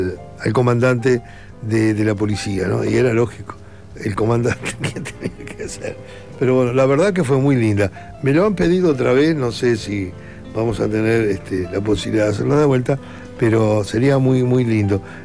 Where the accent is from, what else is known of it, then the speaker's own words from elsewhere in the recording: Maldonado, Uruguay; Sí, sí, soy uruguayo, claro, nacido y criado acá en Maldonado.